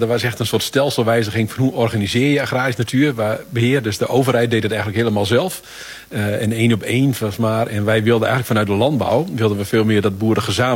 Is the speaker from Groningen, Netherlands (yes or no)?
yes; Groningen, Netherlands; in het noorden van Nederland, waar ik vandaan kom, en ik kom uit Groningen